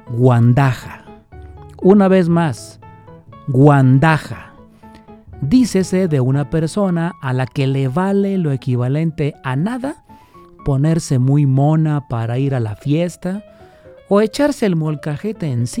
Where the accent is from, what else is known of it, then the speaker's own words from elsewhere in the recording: Guadalajara, Jalisco, Mexico; nos definen como tapatíos y orgullosos jaliscienses